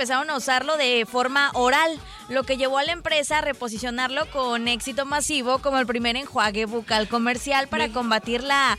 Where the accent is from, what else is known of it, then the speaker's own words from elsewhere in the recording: Mexico; Somos mexicanos